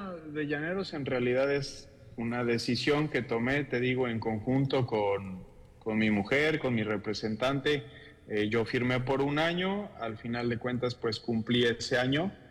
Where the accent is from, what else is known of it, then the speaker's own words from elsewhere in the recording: Puebla, Mexico; moved away as an adult; now in Colombia; Yo soy de Puebla, cerca de la capital, a 2 horas.